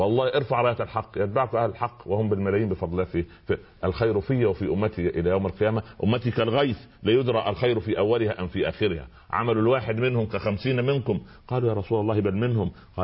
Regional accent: Egypt; عندنا في مصر مثال لطيف يقول لك ايه

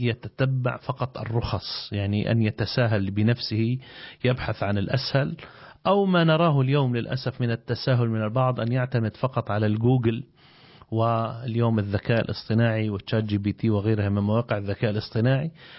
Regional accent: Lebanon; نحن في لبنان بالمجمل الاعتماد على المذهب الحنفي والمذهب الشافعي

